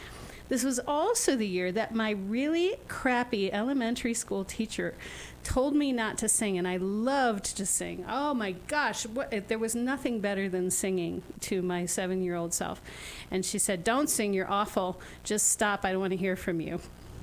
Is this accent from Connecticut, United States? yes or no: no; Adrian, Michigan, United States; now in Madrid, New Mexico, United States; So I grew up in Michigan in a little town called Adrian. And we had a little horse farm.